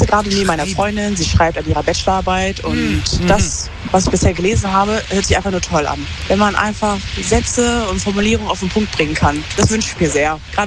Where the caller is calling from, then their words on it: Hanover, Lower Saxony, Germany; ich komme aus Hannover.